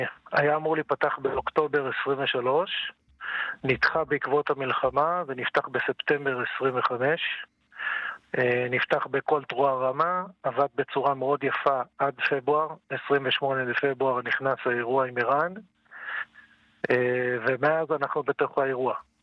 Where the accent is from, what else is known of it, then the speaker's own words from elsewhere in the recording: Kiryat Shmona, Northern District, Israel; moved away as an adult; now in Dafna, Israel; נכון, אני מתגורר 35 שנה בדפנה, ואני עד הצבא גדלתי בקריית שמונה